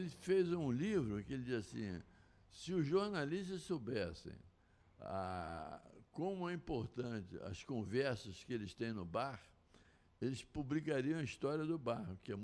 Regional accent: Minas Gerais, Brazil; nós dois somos mineiros.

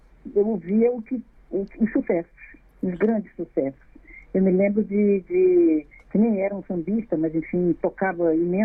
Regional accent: Brasília, Federal District, Brazil; Olá, Brasília, minha terra que eu adoro, onde eu adoro cantar e muito feliz de falar com a Rádio Nacional da Amazônia pela primeira vez.

